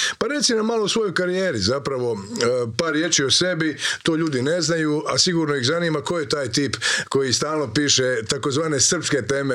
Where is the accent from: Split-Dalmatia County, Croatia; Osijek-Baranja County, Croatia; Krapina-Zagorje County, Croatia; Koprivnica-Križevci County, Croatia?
Krapina-Zagorje County, Croatia; Zagrebčanka, da, ja sam iz Zagorje.